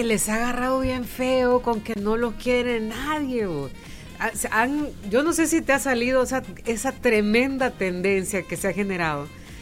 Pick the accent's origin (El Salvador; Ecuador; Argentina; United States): El Salvador; recordar nuestra jerga. Nuestras frases salvadoreñas y lo que quieren decir